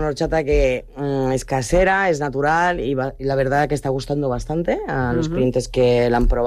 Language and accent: Spanish; Italy; Spanish is a second language; No, horchata, la verdad, yo como italiana no tengo ni idea de hacer horchata.